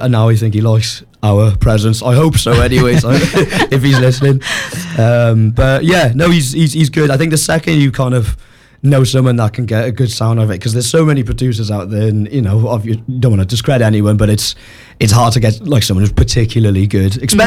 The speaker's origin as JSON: {"language": "English", "region": "Wales", "country": "United Kingdom", "said": "I'm Welsh, I can't help it."}